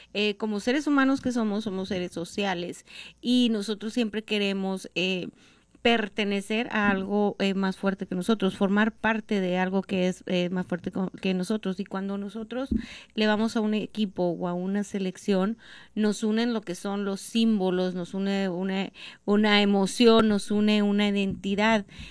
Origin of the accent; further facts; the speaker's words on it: Mexico; como somos los mexicanos de que sabemos acoger a todos